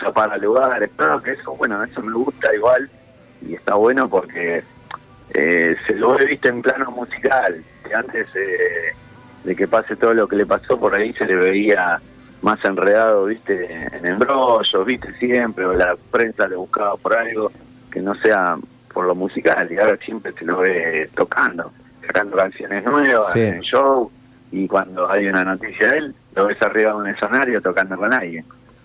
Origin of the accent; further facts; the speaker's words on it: Buenos Aires, Argentina; Lo que pasa es que somos los tres de Piedrabuena, nosotros somos de un barrio acá de Tugano, que se llama, sí, Piedrabuena. Yo vivo actualmente, nací acá y sigo viviendo acá